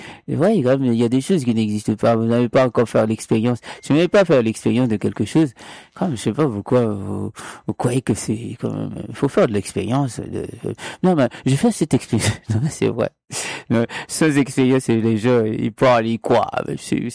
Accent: Jacmel, Sud-Est, Haiti; born there; il a été enterré à Jacmel, hein, dans ma ville natale.

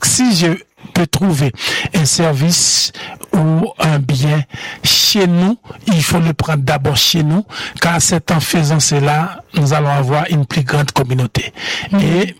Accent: Haiti; born there; Donc, moi, je suis née en Haïti

